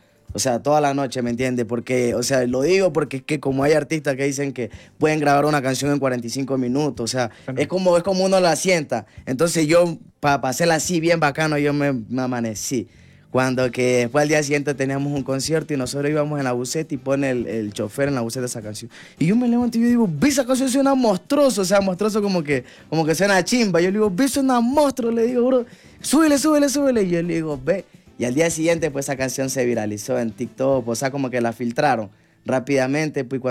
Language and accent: Spanish; Esmeraldas, Ecuador; como yo también soy de Esmeralda, pues yo también, ¿me entiendes? Negro